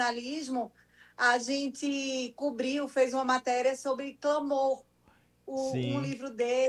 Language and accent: Portuguese; Recife, Pernambuco, Brazil; moved away as an adult; now in Ireland; eu sou recifense, né, com muito orgulho, mas tem 12 anos que eu vivo com a minha família, né, meu marido e meus filhos, na Irlanda.